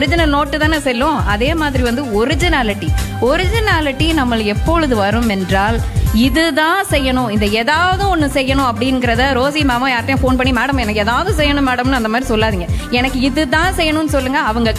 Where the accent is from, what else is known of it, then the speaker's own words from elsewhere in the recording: Madurai, Tamil Nadu, India; திருப்பி என்னுடைய சொந்த ஊர் மதுரைக்கே வந்து இந்த மாதிரி டாக்குமெண்ட்ரி ஃபில்ம் மேக்கிங் பண்ணிட்டு இருக்கும்போது